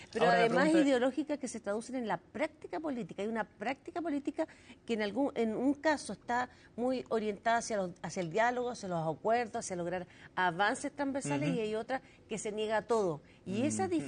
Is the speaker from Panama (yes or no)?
no; Chile; me preocupa como chilena